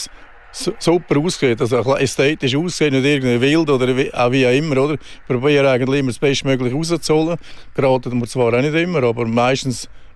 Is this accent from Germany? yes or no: no; Switzerland; als Schweizer ist das natürlich so und so.